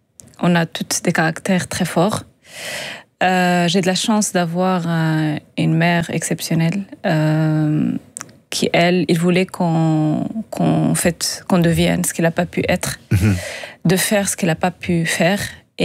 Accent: Agadir, Souss-Massa, Morocco; born there

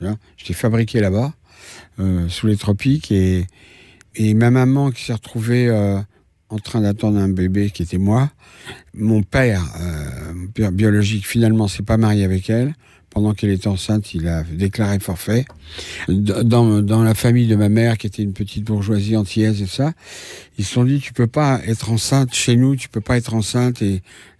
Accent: Paris, Île-de-France, France; born there; Et je suis née à Paris.

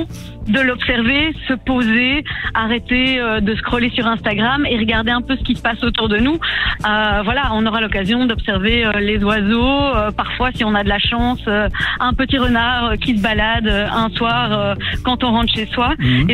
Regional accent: Brussels, Brussels-Capital Region, Belgium; en tant que bruxelloise

